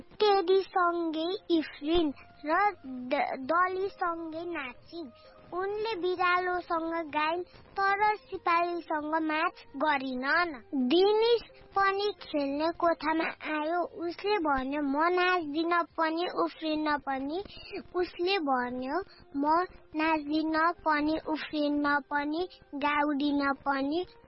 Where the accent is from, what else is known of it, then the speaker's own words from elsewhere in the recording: Khairenitar, Gandaki Province, Nepal; म एक कक्षामा पढ्छु मेरो घर खैरेनी तार हो